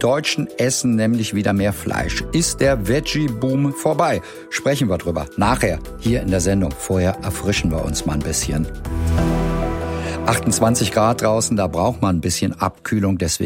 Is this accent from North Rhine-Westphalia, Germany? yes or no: yes; Dortmund, North Rhine-Westphalia, Germany; Ich weiß zum Beispiel in meiner Heimatstadt Dortmund, da gibt's offiziell 6 Freibäder